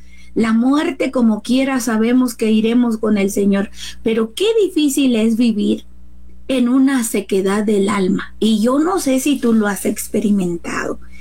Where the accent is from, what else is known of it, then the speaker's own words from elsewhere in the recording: Mexico; nosotros como mexicanos